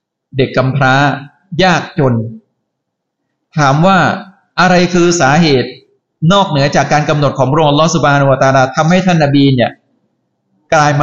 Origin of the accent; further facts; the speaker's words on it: Songkhla, Thailand; moved away as an adult; now in Bangkok, Thailand; เกิดที่สงขลาเติบโตที่สงขลา